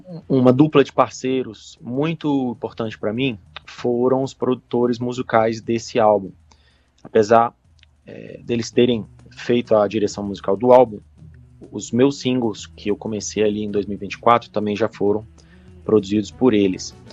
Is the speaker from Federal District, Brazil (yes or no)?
yes; Brasília, Federal District, Brazil; born there; meu pai é de Alagoas, minha mãe é da Paraíba, mas já sou nascido em Brasília.